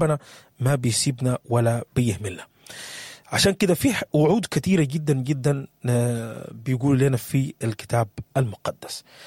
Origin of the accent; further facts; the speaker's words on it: Sudan; بلدنا السودان